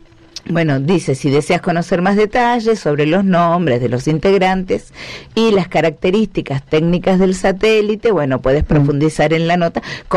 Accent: Argentina

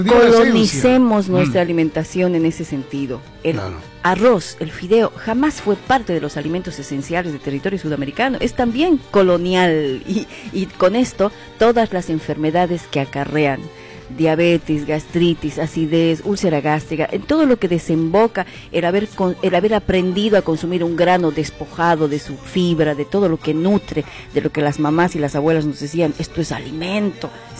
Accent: La Paz, Bolivia; cuando era niña, en Bolivia, en La Paz

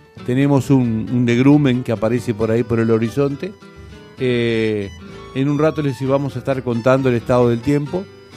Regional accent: Uruguay; Somos uruguayos

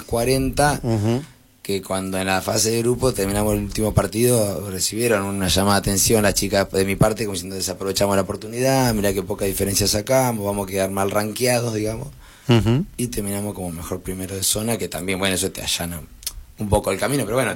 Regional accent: Bahía Blanca, Buenos Aires Province, Argentina; moved away as an adult; soy de Bahía Blanca, oriundo de Bahía Blanca

